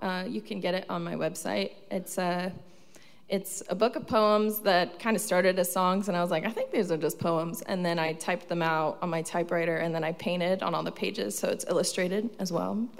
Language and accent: English; Sundance, Utah, United States; moved away; Yeah, I grew up in the mountains. I grew up in Sundance, Utah.